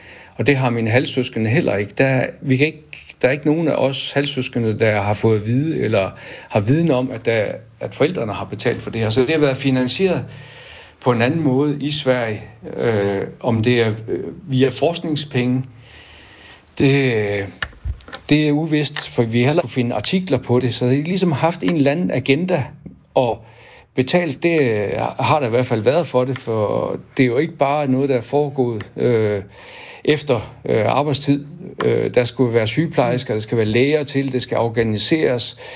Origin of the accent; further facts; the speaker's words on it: North Denmark Region, Denmark; Jeg er opvokset i Thy og har været rigtig glad for det. Jeg har haft verdens bedste forældre deroppe